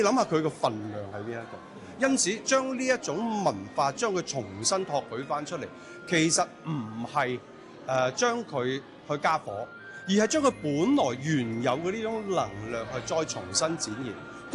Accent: Guangdong, China; 包括我們廣東人是作為一種僑鄉的集中地

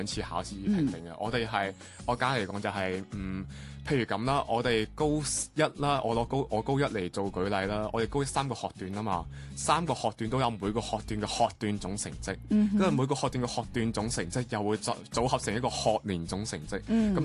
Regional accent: Macau; 我哋澳门人咧去内地高校咧

